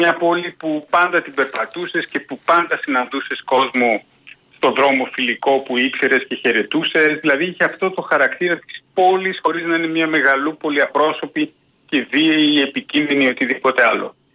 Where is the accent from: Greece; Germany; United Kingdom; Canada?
Greece; Thessaloniki, Central Macedonia; Όντως μεγάλωσα και γεννήθηκα εδώ, πήγα σχολεία εδώ, στη Θεσσαλονίκη, μεγάλωσα στην περιοχή της ανάληψης.